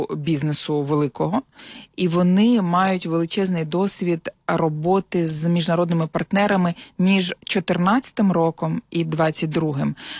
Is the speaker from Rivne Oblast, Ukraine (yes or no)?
no; Kyiv, Ukraine; ми з вами, як кияни